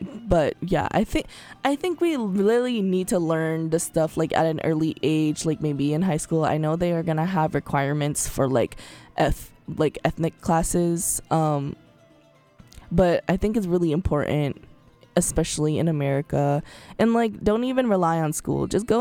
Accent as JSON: {"language": "English", "country": "United States"}